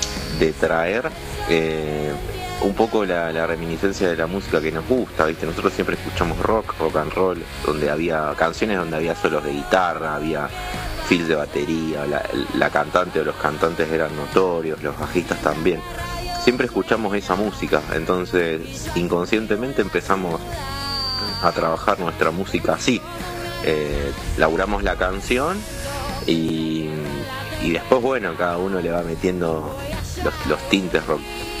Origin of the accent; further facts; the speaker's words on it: Rojas, Buenos Aires Province, Argentina; now in Rosario, Argentina; un rojense. En este caso sería yo, pero hace 10 años ya que vivo en Rosario.